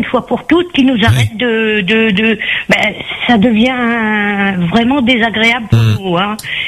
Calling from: Les Avirons, Réunion

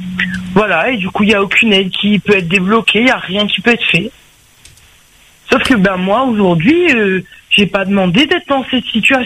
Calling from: Réunion; je rentrais chez vive à La Réunion, en fait, parce que je suis réunionnaise.

